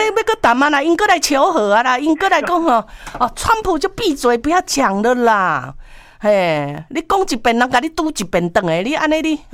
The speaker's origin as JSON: {"language": "Chinese", "country": "Taiwan", "said": "什么？我们中国，我们是台湾的，嘿。"}